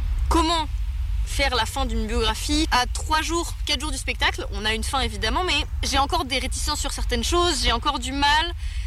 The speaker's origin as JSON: {"language": "French", "country": "France", "said": "c'est le rapport en tant que Française avec le pays que je représente dans le spectacle, qui est la Côte d'Ivoire."}